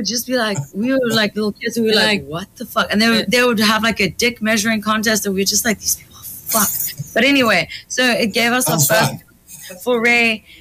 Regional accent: South Africa; born there; also born or lived in France; So we grew up in South Africa.

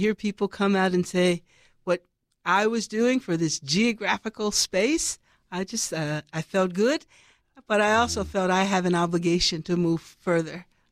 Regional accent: Los Angeles, California, United States; I'm from South Central Los Angeles

